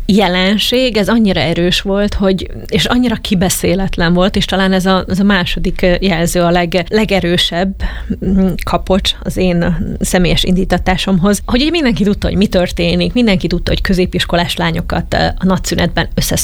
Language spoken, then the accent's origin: Hungarian; Hungary; Én arról a környékről származom, és ott nőttem föl